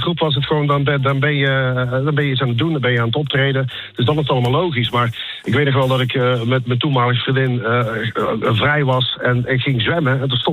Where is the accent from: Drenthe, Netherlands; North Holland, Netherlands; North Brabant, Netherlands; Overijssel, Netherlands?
North Brabant, Netherlands; Waalwijk; we zijn een schuchtere Brabantse jongen, inderdaad, geboren en getogen in Waalwijk.